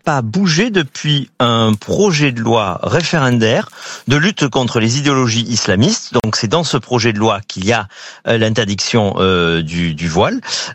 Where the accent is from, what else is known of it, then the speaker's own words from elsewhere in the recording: Marseille, Provence-Alpes-Côte d'Azur, France; je suis marseillais